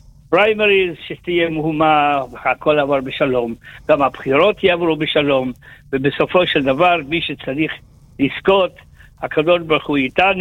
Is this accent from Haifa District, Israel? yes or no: yes; Haifa, Haifa District, Israel; אני חיפאי